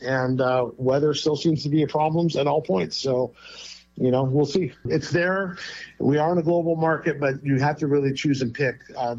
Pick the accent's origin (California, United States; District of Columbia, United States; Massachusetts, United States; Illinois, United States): California, United States; It is a mirror image of what I grew up with here in California